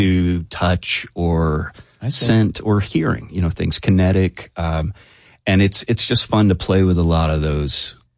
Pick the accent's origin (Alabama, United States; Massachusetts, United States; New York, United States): Alabama, United States; Prattville; You know, it was very green. A lot of kudzu, a lot of red clay hills that are kind of lovely to spend some time with.